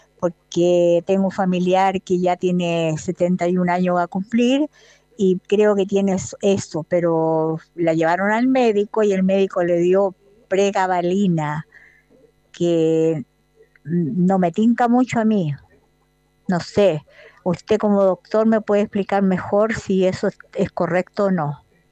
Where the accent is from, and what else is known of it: Viña del Mar, Valparaíso, Chile